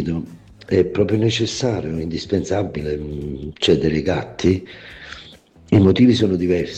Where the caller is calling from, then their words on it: Naples, Campania, Italy; noi napoletani